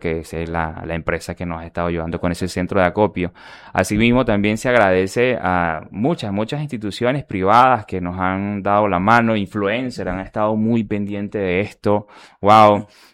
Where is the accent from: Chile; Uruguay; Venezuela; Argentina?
Venezuela; now in Tarapoto, Peru; Estamos sumamente agradecidos como venezolanos.